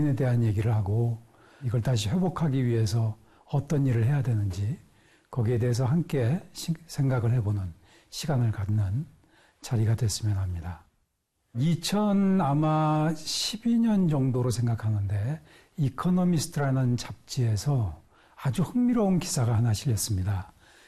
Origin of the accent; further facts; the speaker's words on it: South Korea; born there; 저는 1958년 대한민국에서 태어났습니다.